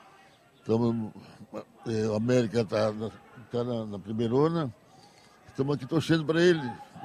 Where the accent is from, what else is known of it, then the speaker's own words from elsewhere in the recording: Criciúma, Santa Catarina, Brazil; moved away as an adult; now in Joinville, Brazil; Eu morava do lado do campo Metropol. Nasci do lado do campo Metropol. Estou com 75 anos. Então, eu torci para o Metropol até meus 19 anos. Depois eu vim para Joinville